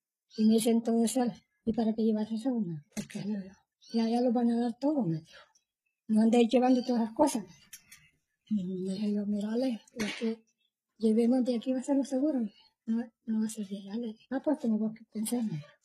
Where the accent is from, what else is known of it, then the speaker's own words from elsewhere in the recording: El Salvador; porque no somos de aquí, nosotros somos del Salvador.